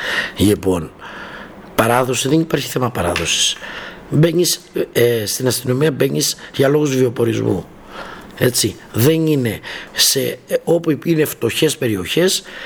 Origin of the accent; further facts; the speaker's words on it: Crete, Greece; now in Rhodes, Greece; η Κρήτη είναι πολύ μεγαλύτερη και το ξέρω πάρα πολύ καλά, γιατί είναι η καταγωγή μου από εκεί.